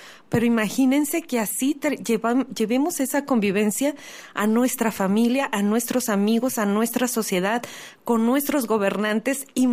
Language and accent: Spanish; Mexico; la conversión de cada uno de nosotros como mexicanos